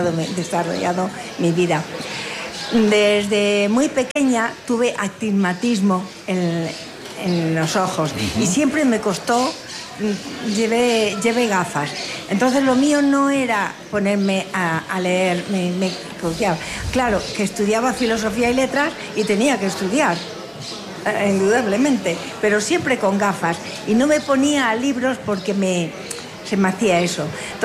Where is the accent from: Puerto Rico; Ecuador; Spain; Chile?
Spain; Granada, Andalusia; Yo soy granadina y tal.